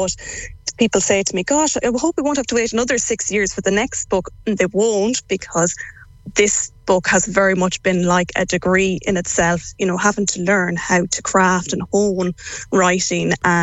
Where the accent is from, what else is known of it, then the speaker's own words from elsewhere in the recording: Swinford, County Mayo, Ireland; I'm actually from Park Road in town, from a real townie.